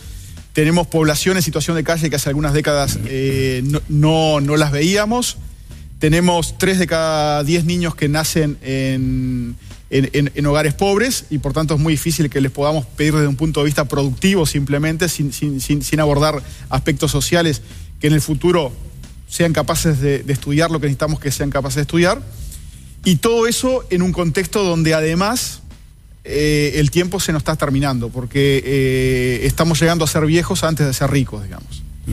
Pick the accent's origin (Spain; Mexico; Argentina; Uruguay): Uruguay